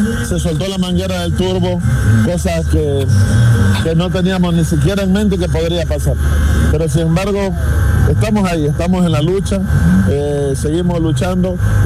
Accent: Tonchigüe, Esmeraldas, Ecuador; la gente de mi pueblo, Tonsigüe

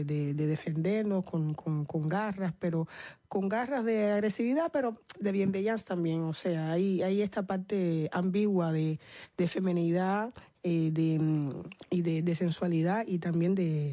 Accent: Cuba; moved away; Somos cubanas, caribeñas

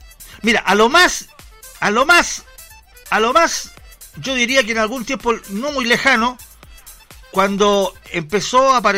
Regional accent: Chile; las tradiciones chilenas se van perdiendo, siguen ahí, las mantengo porque soy chileno.

